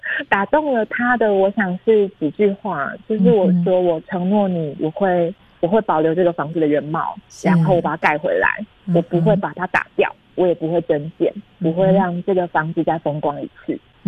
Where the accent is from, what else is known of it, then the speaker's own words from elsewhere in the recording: Taiwan; moved away; also born or lived in Taipei; 我刚回到华园开海域的时候，毕竟我小时候在那里长大，但是离开这么久